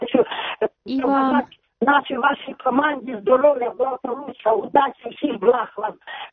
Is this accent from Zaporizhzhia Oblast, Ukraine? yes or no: yes; Zaporizhzhia, Zaporizhzhia Oblast, Ukraine; born there; я виросла тут у Запоріжжі із 10-ти років.